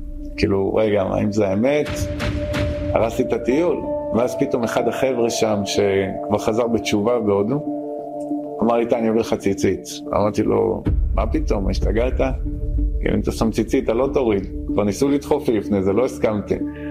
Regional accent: Givat Ze'ev, Judea and Samaria Area, Israel; בן 41, גדלתי רוב השנים בגבעת זאב, בית שהוא לא דתי.

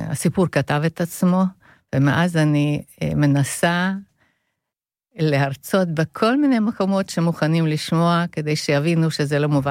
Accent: Hungary; Hebrew is a second language; now in Israel; אולי לא שומעים כבר את המבטא. פעם הייתי הונגריה. עליתי מהונגריה בעלייה אילגלית, ברחתי, וכאן פגשתי את בעלי

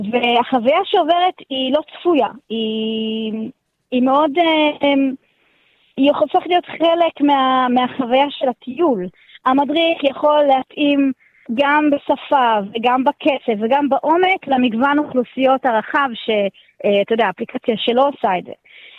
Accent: Southern District, Israel; אז מרחבי החולות פה במישור החוף זה נוף ילדותי. כאן גדלתי. אני בעצם מנהלת בית ספר שדה, ממש במרחב שבו נולדתי, התפתחתי, גדלתי

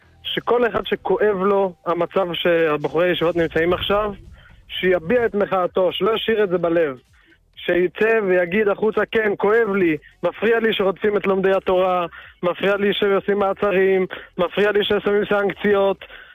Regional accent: Jerusalem, Jerusalem District, Israel; אני מירושלים.

